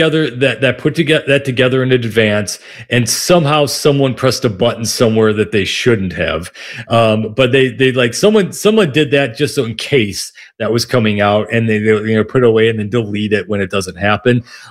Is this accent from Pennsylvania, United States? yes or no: no; Minnesota, United States; we're from Minnesota